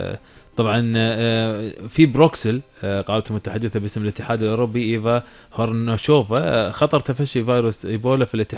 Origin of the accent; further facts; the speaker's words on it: Kuwait; احنا عندنا بالكويت